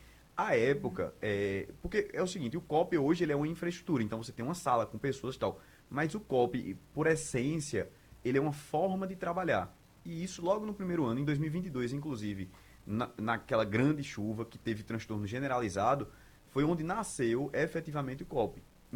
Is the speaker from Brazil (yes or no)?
yes; Recife, Pernambuco, Brazil; born there; eu nasci aqui em Recife, fui para o interior, voltei para estudar na universidade, estudava na Universidade Federal de Pernambuco e morava lá na Torre